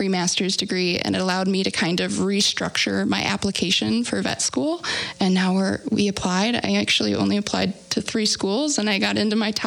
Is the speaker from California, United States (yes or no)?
no; Clarkston, Michigan, United States; I grew up in Clarkston